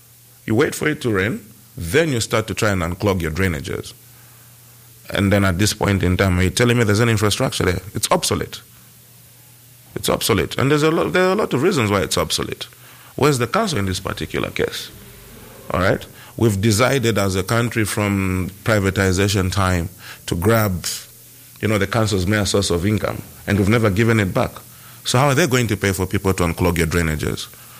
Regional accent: Lusaka, Lusaka Province, Zambia; I come from Lusaka Central. I was born and raised in Lusaka Central.

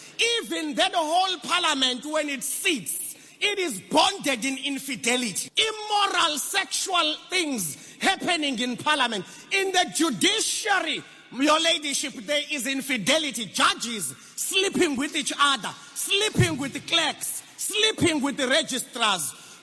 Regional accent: South Africa; I come from South Africa.

